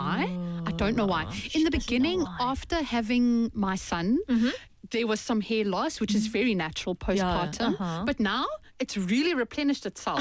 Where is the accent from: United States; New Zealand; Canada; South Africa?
South Africa; now in Busan, South Korea; I'm from South Africa.